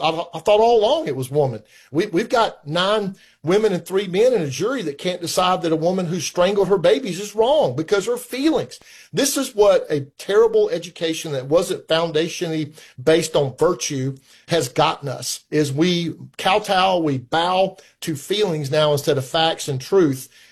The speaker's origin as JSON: {"language": "English", "town": "Newberry", "region": "South Carolina", "country": "United States", "tie": "born or raised there", "said": "I was glad to have that hosted in my hometown in Newberry, South Carolina, at the old Opera House."}